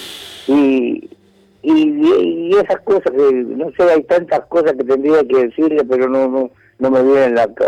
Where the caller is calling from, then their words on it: Moreno, Buenos Aires Province, Argentina; De Moreno.